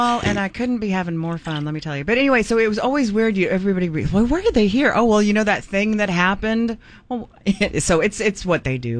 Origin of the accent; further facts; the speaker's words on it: Dallas, Texas, United States; moved away; and I haven't lived there in years, but I am from Dallas, and specifically that area